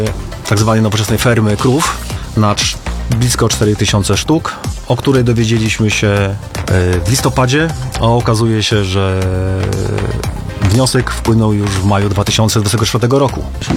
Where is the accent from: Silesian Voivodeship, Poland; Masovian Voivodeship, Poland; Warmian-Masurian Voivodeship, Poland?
Warmian-Masurian Voivodeship, Poland; Bądki; Jestem czwartym pokoleniem mieszkańcem wsi Bądki. Mieszkam tam i pracuję w Zalewie